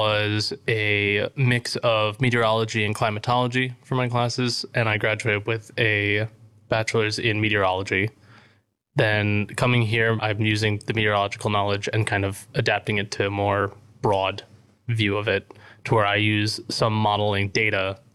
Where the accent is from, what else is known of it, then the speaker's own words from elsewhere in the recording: Florida, United States; moved away; But I grew up in Florida, and we had gotten our fair share of hurricanes for like the 7 years I lived there.